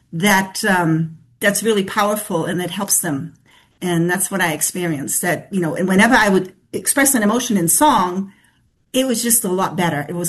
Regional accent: Germany; moved away; I grew up in Germany, and most of my musical experience was German.

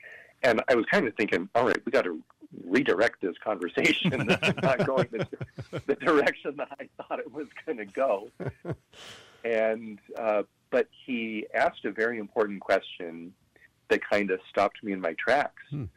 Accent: Pasco, Washington, United States; I was born and raised in Pasco, Washington, and so I grew up in St. Patrick Parish, which is now the largest parish in the diocese.

